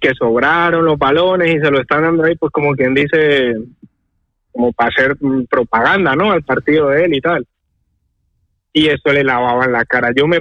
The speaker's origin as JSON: {"language": "Spanish", "town": "Cali", "region": "Valle del Cauca", "country": "Colombia", "said": "yo, por ejemplo, yo soy de Cali, ¿vale? Yo escucho Olímpica, que es una de las que más se escucha ahí"}